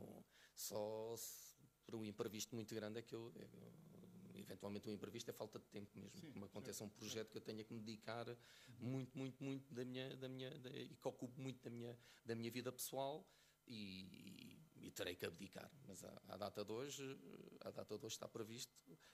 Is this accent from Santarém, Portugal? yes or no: no; Fundão, Castelo Branco, Portugal; Não, eu sou do Fundão.